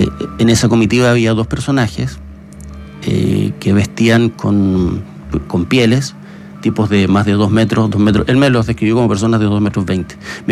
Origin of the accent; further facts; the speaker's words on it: Magallanes, Chile; como yo soy de Magallanes